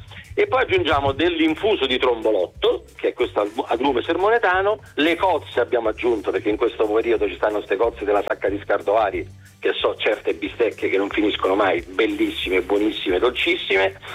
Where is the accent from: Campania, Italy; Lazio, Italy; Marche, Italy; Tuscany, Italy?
Lazio, Italy; Anzio; Io vengo da Anzio